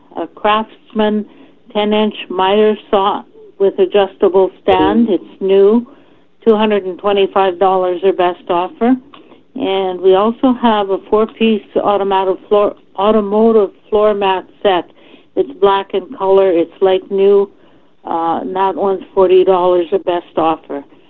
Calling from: Winnipeg, Manitoba, Canada; Calling from South Winnipeg.

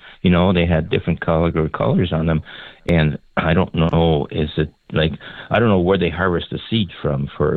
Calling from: Three Hills, Alberta, Canada; Calling from Three Hills, Alberta.

